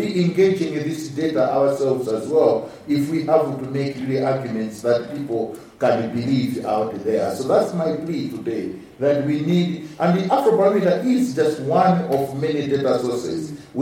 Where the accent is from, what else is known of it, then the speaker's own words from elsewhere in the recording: Malawi; I come from Malawi, and we've had fewer challenges for the past, like, or getting close to a year now.